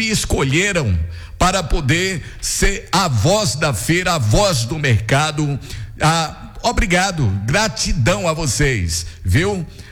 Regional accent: Guanambi, Bahia, Brazil; nós somos de Guanabí

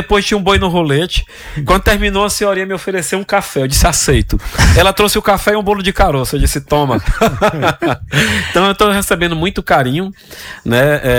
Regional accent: Teresina, Piauí, Brazil; Eu fui criado na Macaúba para a Vila da Paz, aqui em Teresina. 2 bairros simples.

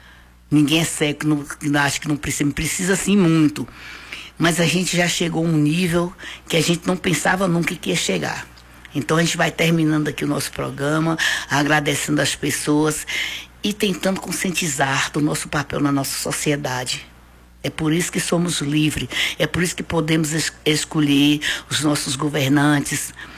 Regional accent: Brazil; a gente pode falar que nós somos brasileiros

